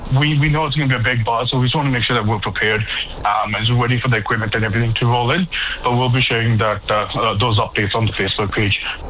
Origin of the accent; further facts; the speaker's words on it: Edmonton, Alberta, Canada; moved away as an adult; also born or lived in Moncton; So in Edmonton, Alberta, I was born and brought up there. I was there until the age of 25.